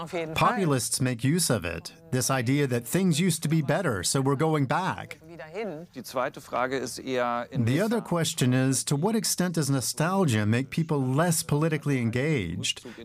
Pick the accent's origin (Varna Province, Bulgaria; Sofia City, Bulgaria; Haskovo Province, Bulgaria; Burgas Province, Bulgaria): Haskovo Province, Bulgaria; Haskovo; Sofia, and this is my hometown of Haskovo.